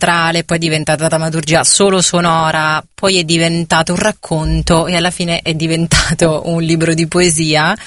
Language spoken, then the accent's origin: Italian; Sant'Elpidio a Mare, Marche, Italy; Sono delle Marche, di Sant'Elpidio a Mare, in provincia di Fermo.